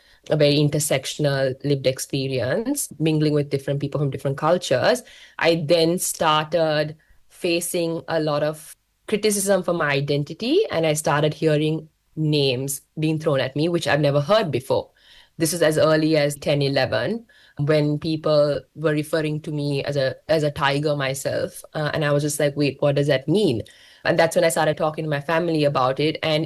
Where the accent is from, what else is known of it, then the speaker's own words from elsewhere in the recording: Colombo, Western Province, Sri Lanka; I was born in Colombo. I have lived there for almost entirely my entire life.